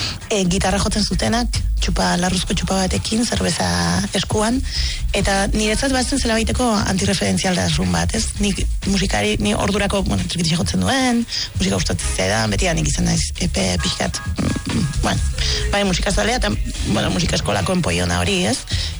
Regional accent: Arrasate, Basque Country, Spain; 80. Markada hasieran jaio nintzen Arrasaten.

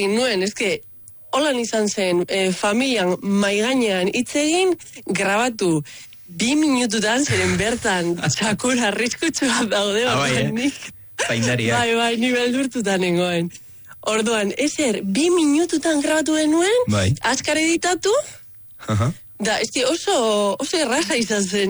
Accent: Okondo, Basque Country, Spain; nere zonaldean ni okondokoan az

